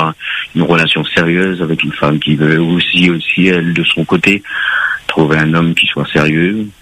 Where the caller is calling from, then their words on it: Le Tampon, Réunion; J'habite de la Belgique du Sud, plus précisément, on va dire au Tampon.